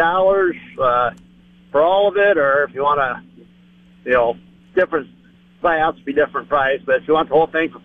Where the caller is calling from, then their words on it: Hartington, Nebraska, United States; from Hardington.